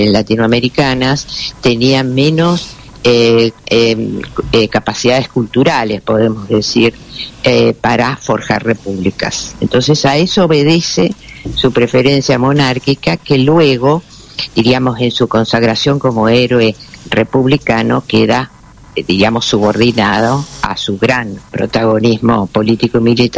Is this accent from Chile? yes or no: no; Argentina; en nuestro recuerdo como, diríamos, como argentinos y argentinas.